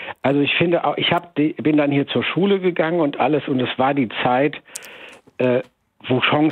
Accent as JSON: {"language": "German", "region": "North Rhine-Westphalia", "country": "Germany", "tie": "born there", "also_born_or_lived": "Oberhausen", "said": "Mein Vater kommt aus Schlesien, war in englischer Kriegsgefangenschaft, war dann in Oberhausen gelandet, hat da seine Frau gefunden, da bin ich geboren, knapp an der Grenze zu Westfalen, also ich bin Rheinländer. Und dann sind wir auf ein kleines Dorf in der Nähe von Bonn gezogen."}